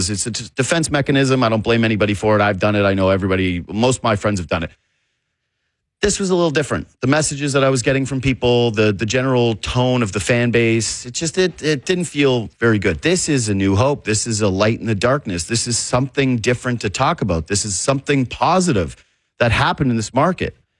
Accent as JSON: {"language": "English", "town": "Whitehorse", "region": "Yukon", "country": "Canada", "moved": "yes", "said": "I'm from Whitehorse, Yukon"}